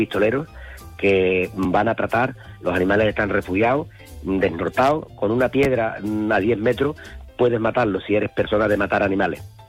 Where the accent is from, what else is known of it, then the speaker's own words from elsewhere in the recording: Berrocal, Andalusia, Spain; criado en Berrocal